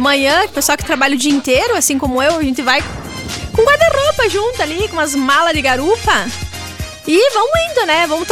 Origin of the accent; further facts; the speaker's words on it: Nova Brasília, Brazil; estamos descascando nozes que ontem colhi lá na minha terra natal, Nova Brasília.